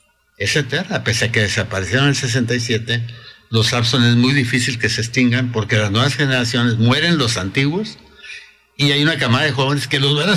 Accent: Corerepe, Sinaloa, Mexico; en mi pueblito que te conté, Corerepe, Guasave, Sinaloa

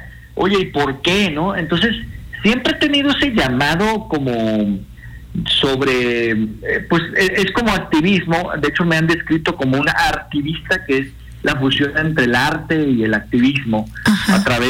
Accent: Sonora, Mexico; siendo sonorenses, pues merecemos esa representación en el lugar más alto del mundo del teatro musical, que es Broadway.

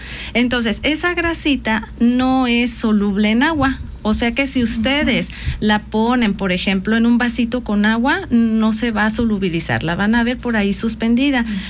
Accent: Jalisco, Mexico; en mi tierra le decimos jitomate, ¿no? Entonces, para que conozcan las dos versiones, yo soy de Jalisco, entonces lo conocen como jitomate

